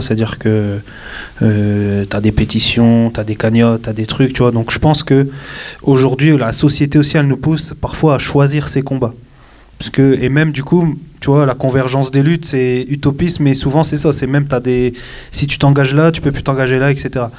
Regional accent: Arras, Hauts-de-France, France; moi je suis d'Arras, donc... plus petite ville, etc., mais avec des choses aussi à faire et des endroits à être engagés

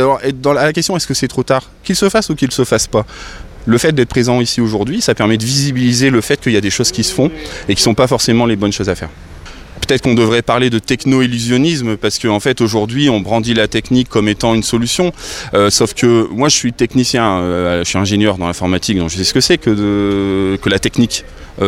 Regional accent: Oisy-le-Verger, Hauts-de-France, France; also born or lived in Douai; Moi, je suis né à Douai, mais j'ai fait de 6 ans à 22 ans à Oisil-Verger, j'ai habité ici, donc je connais bien, c'est ma coin, comme on dit.

